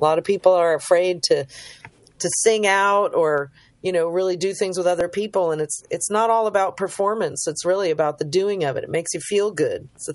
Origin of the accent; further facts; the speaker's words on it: East Coast, United States; now in West Coast, United States; growing up on the East Coast and living on the West Coast